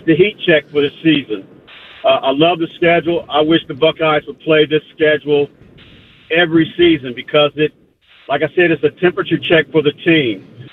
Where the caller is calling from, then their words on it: Pataskala, Ohio, United States; from Pataskala, Ohio.